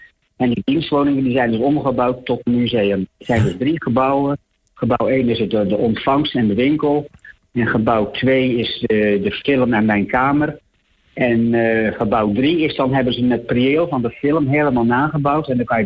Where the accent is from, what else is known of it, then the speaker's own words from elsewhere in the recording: Netherlands; Ik zeg, nou, ik kom uit Holland.